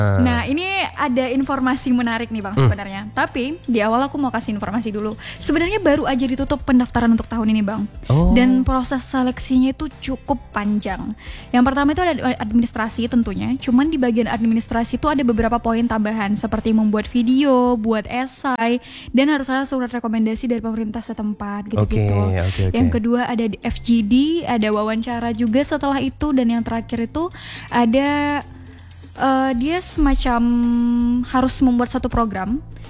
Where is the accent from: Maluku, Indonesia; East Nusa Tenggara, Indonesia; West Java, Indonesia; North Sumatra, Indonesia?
North Sumatra, Indonesia; Mandailing Natal; saya aslinya dari Mandailing Natal ya Bang. Mandailing Natal Sumatera Utara.